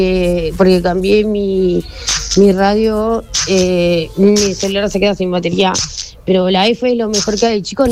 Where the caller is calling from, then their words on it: Junín, Buenos Aires Province, Argentina; de Junín.